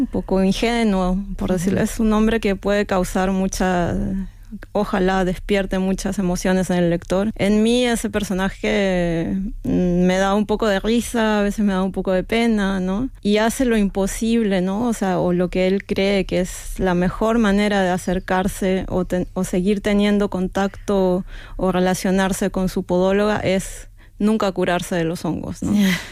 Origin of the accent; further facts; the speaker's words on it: Lima, Peru; now in Norway; porque vengo de una ciudad, bueno, yo soy de Lima, una ciudad donde los animales están abandonados, están maltratados o son las mascotas, ¿no?